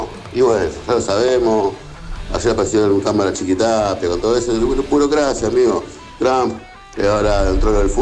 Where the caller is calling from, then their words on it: Argentina; seamos justos, no seamos doble vara, los argentinos